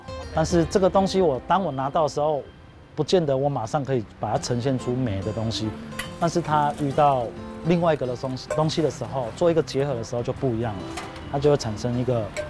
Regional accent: Kaohsiung, Taiwan; 我是高雄人，男子啊，在地这边就是在这里啊。以前这边像乡下一样，但是事隔几年之后变成繁华了。年轻的时候十七八岁的时候就离开这个地方

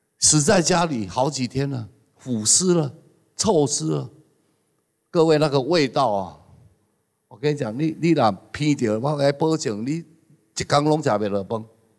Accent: Taiwan

